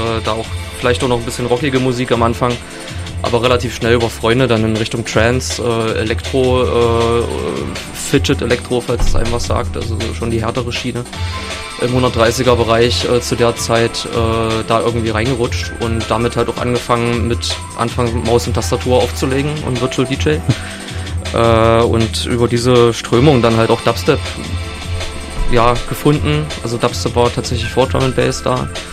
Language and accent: German; Köthen, Saxony-Anhalt, Germany; born there; moved away as an adult; now in Halle, Germany; Nicht ganz gebürtig aus Köthen. Das ist eine halbe Stunde entfernt